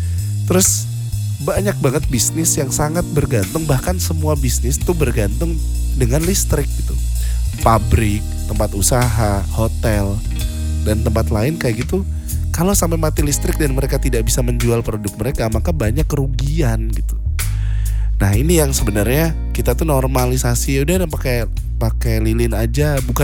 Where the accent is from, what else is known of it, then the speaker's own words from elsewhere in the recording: West Java, Indonesia; Saya orang Sunda gak tahu artinya ngariung.